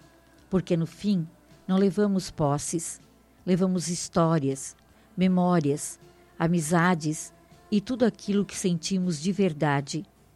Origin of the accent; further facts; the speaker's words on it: Brazil; moved away; a minha terrinha natal, né? Eu sou do Turvo Baixo